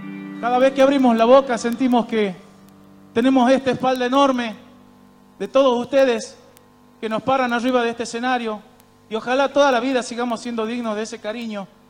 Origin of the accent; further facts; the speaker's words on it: Salta, Argentina; esta provincia maravillosa